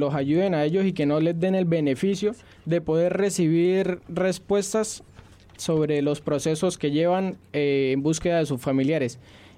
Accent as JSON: {"language": "Spanish", "country": "Colombia", "said": "uno como persona colombiana, pues no sé si digo bien el término, o persona residente en esa frontera colombiana y en este paso fronterizo, pues que enmarca la ciudad de Cúcuta"}